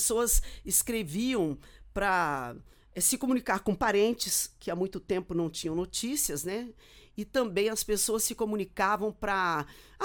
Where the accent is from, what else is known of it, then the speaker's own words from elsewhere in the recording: Pouso Alegre, Minas Gerais, Brazil; born there; also born or lived in Belo Horizonte, Minas Gerais; now in Brasília, Brazil; Eu comecei a cantar com 6 anos de idade, quando eu morava em Pouso Alegre, no sul de Minas. Eu sou mineira de Belo Horizonte e estávamos morando em Pouso Alegre